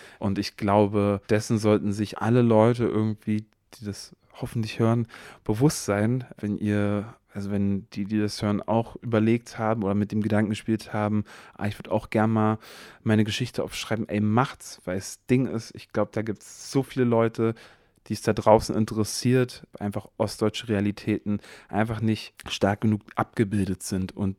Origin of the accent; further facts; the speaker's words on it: Thuringia, Germany; wir kommen aus Thüringen, so sieht unsere Lebensrealität aus